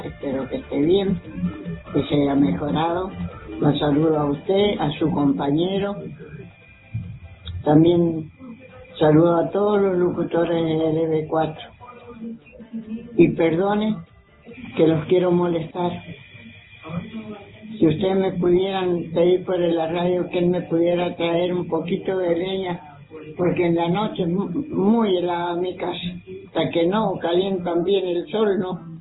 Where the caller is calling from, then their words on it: Pedro Vargas, Cuadro Venegas, Mendoza, Argentina; Soy una abuela de Pedro Vargas de Cuadro Venegas